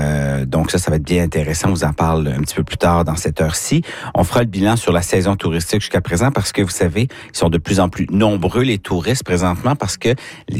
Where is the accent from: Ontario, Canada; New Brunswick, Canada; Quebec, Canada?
New Brunswick, Canada; chez nous au Nouveau-Brunswick